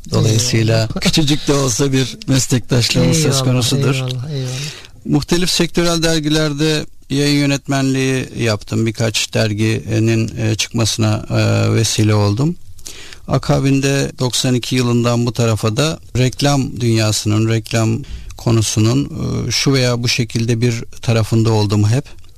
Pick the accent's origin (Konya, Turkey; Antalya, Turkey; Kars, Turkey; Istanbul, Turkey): Istanbul, Turkey; born there; ben 1973 yılında İstanbul'da doğdum.